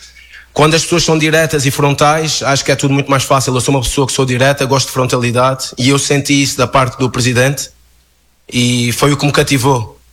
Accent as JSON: {"language": "Portuguese", "region": "Azores", "country": "Portugal", "tie": "born there", "moved": "yes", "said": "Nasci nos Açores, São Miguel, são umas ilhas em Portugal."}